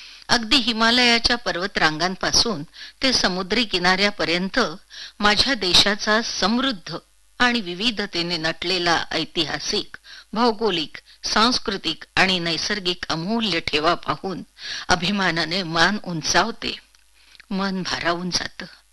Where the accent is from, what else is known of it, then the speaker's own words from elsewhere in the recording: Hinganghat, Maharashtra, India; हिंगणघाट माझ्या आठवणीतलं लहानपण घालवलेलं माझं लाडकं गाव.